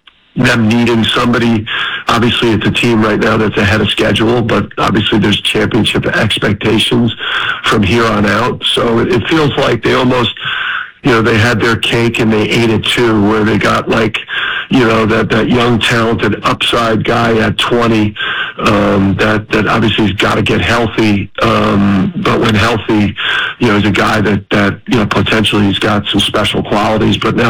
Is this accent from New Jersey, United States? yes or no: yes; New Jersey, United States; I'm a hoops junkie, and I'm from Jersey.